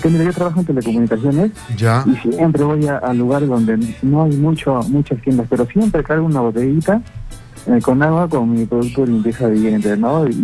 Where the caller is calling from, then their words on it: Trujillo, La Libertad, Peru; de Trujillo.